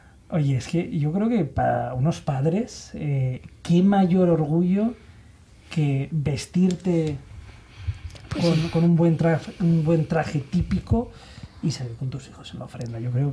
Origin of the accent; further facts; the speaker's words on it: Huesca, Aragon, Spain; yo soy de Huesca.